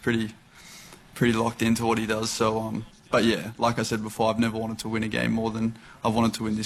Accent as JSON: {"language": "English", "country": "Australia", "said": "I did watch it on TV, and it was, you know, it was good to watch as an Aussie."}